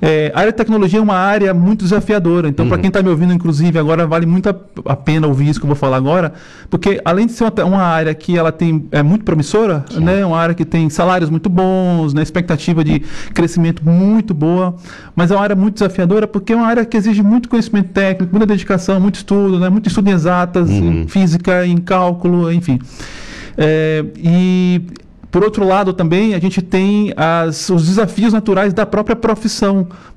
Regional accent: Salvador, Bahia, Brazil; now in Paranaguá, Brazil; Sou de Salvador, nasci em Salvador, né? Sou da Bahia, minha família inteira é da Bahia, perdi um pouco do sotaque.

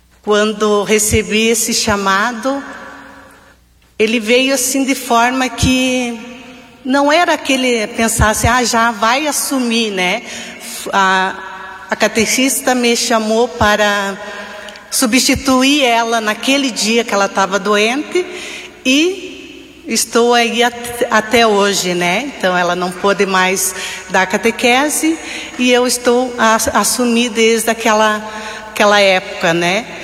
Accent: Timbó Grande, Santa Catarina, Brazil; moved away as an adult; now in Santa Cecília, Brazil; Eu sou de lá do Buriti, Timbó Grande.

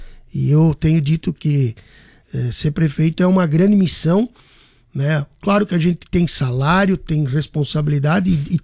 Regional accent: Chapecó, Santa Catarina, Brazil; born or raised there

